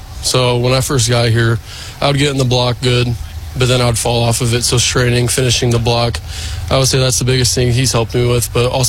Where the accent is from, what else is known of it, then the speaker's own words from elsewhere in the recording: Papillion, Nebraska, United States; growing up in Nebraska, it's always been a dream.